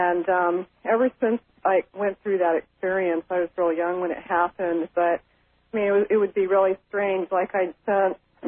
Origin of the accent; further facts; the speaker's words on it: Alaska, United States; now in San Diego, United States; I grew up in Alaska and lived through a lot of the earthquakes, the major one that hit up there